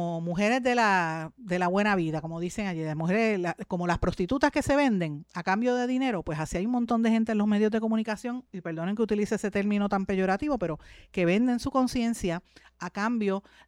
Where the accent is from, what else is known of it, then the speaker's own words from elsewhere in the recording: Puerto Rico; mío como puertorriqueño